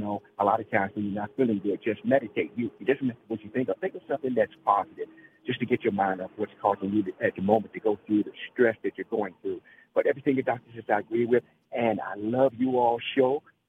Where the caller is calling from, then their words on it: Washington, District of Columbia, United States; I'm calling from Washington, D.C.